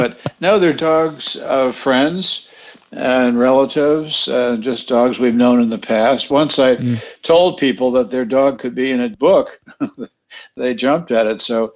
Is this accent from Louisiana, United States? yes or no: no; Jackson Heights, New York, United States; also born or lived in Westchester, United States; We grew up in Jackson Heights, New York, and in an apartment, so we didn't have a dog.